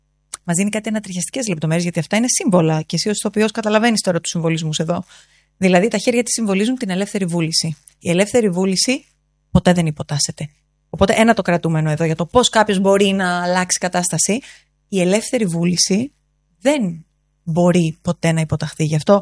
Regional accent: Greece; εμείς τώρα ως Έλληνες εδώ

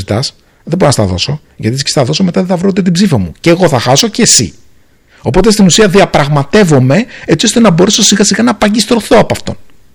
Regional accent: Greece; now in Singapore; εγώ είμαι ένας Έλληνας ο οποίος ζει στη Σιγκαπούρη, λειτουργώ από εκεί

